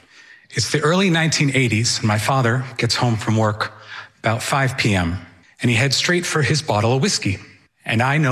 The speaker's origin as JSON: {"language": "English", "town": "Sudbury", "region": "Massachusetts", "country": "United States", "tie": "born or raised there", "lives_now": "Stoneham, United States", "said": "I grew up in Sudbury, Massachusetts, and I live in Stoneham now, where I run my own disability law practice, and I am also a writer."}